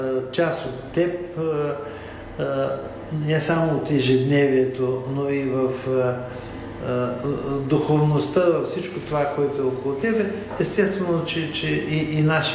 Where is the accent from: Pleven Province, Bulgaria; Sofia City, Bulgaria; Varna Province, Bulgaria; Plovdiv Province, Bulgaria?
Plovdiv Province, Bulgaria; Plovdiv; Питате ме като пловдивчанка